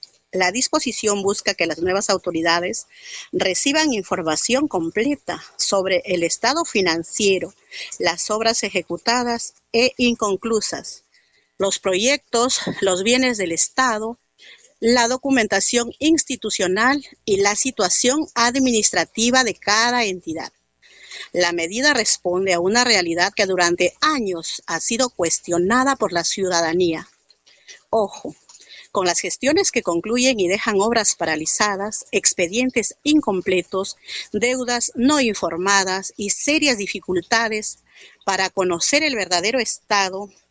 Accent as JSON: {"language": "Spanish", "town": "Marmot", "region": "La Libertad", "country": "Peru", "said": "Los pueblos más alejados, olvidados, como es mi pueblo de Marmot Compín"}